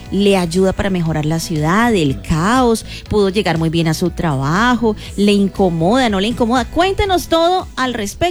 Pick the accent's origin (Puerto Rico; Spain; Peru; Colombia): Colombia; Ibagué, Tolima; now in Armenia, Colombia; tú y yo venimos de Ibagué y sabemos que en Ibagué cuando hay días sin carro y sin moto, pues hay una ciclovía